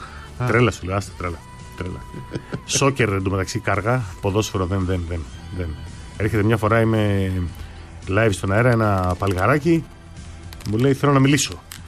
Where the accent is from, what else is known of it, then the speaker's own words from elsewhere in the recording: Greece; Νέα Υόρκη που ρωτούσαν όλοι από που είσαι και τα λοιπά και έλεγα Γκρίς.